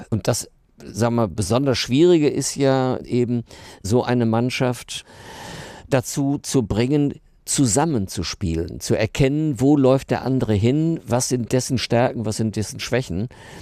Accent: Herne, North Rhine-Westphalia, Germany; ich stamme aus Herne

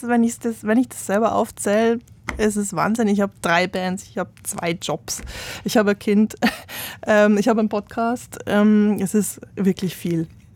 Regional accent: Bavaria, Germany; born or raised there

